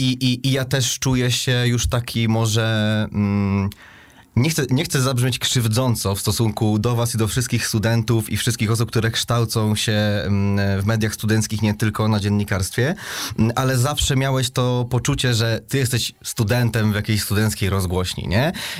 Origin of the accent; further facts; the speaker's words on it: Mogilno, Kuyavian-Pomeranian Voivodeship, Poland; kiedy się wychowywałem w Mogilnie na 22 stycznia.